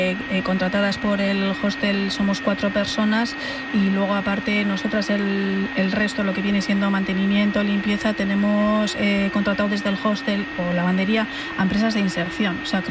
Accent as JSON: {"language": "Spanish", "region": "Navarre", "country": "Spain", "said": "yo soy de Navarra"}